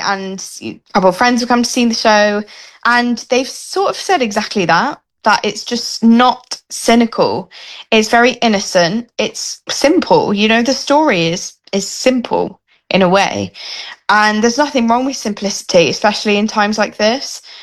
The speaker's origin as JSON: {"language": "English", "town": "Bristol", "region": "South West England", "country": "United Kingdom", "moved": "yes", "lives_now": "Wimbledon, United Kingdom", "said": "And I'm from Bristol. So that was lovely. I now live in Wimbledon."}